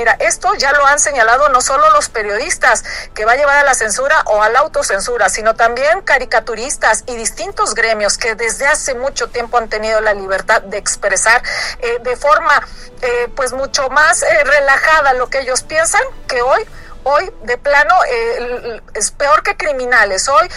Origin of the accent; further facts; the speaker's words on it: Mexico; Y como buenos mexicanos, pues bueno, muchos hacen parodias, muchos hacen caricaturas de lo que está sucediendo.